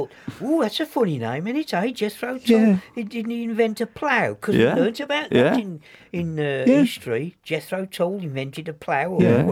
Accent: Solihull, West Midlands, United Kingdom; born there; also born or lived in Sheldon, Birmingham; we moved from Sheldon, we moved into Solihull.

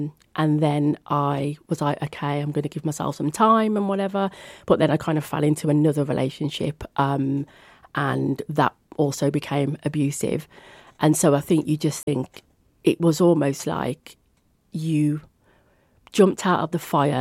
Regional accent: Birmingham, West Midlands, United Kingdom; moved away as an adult; now in Black Country, United Kingdom; when I moved over to the Black Country, because I'm a Brummie.

